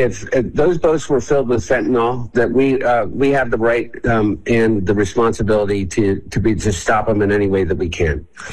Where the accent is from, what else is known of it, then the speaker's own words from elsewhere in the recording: United States; Look, I'm an American. I truly, truly want whoever is our president to succeed